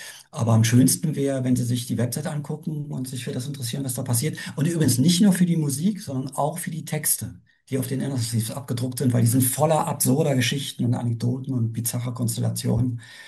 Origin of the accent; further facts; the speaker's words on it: Berlin, Germany; Das hat aber eben doch damit zu tun, dass ich als Berliner, wie viele andere, auch ziemlich arrogant war, was den Rest der Republik betraf.